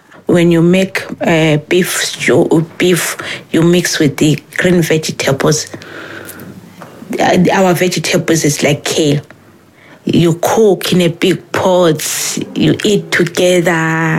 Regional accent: Zimbabwe; moved away; Originally, I'm from Zimbabwe.

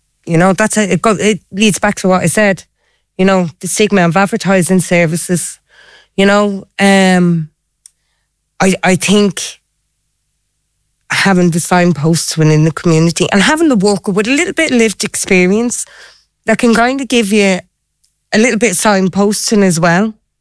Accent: Leinster, Ireland; I'm from Knocklade.

